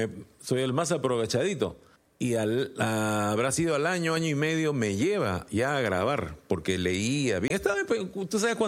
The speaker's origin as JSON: {"language": "Spanish", "region": "Lima", "country": "Peru", "tie": "born or raised there", "also_born_or_lived": "Chaclacayo", "said": "En el colegio donde estudiaba, en Ate Vitarte. Yo nací en Chaclacayo, pero luego mis padres se mudaron a Ate"}